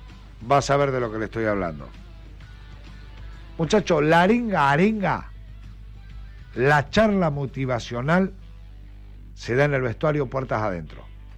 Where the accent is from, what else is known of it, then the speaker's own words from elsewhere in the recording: Argentina; y como somos los argentinos.